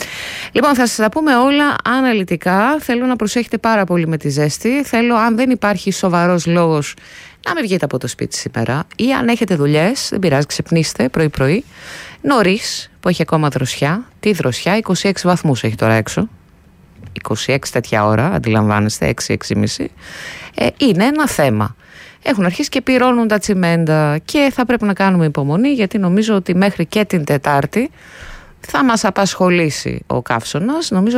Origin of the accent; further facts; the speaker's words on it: Central Macedonia, Greece; στην πατρίδα μου πάνω στη Χαλκιδική είχαμε σοβαρά τροχαία